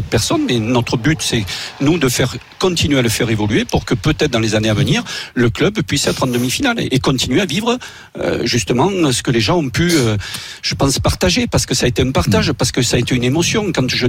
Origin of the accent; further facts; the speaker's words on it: Nouvelle-Aquitaine, France; Oui, voilà, je suis bien du Périgord. Et bien, un vrai Périgourdin.